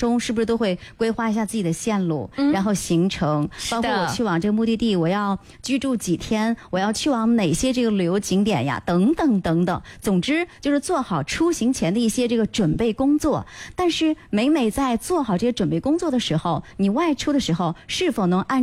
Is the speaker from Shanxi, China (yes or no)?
yes; Linfen, Shanxi, China; 其实对于我们就是山西人临汾人